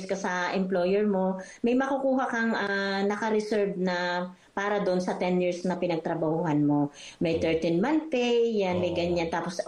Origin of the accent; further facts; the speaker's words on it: Tanauan, Batangas, Calabarzon, Philippines; moved away as an adult; now in Italy; Sa Mabini, Batangas po yun. Kami po Talaga. Talaga, Tanawan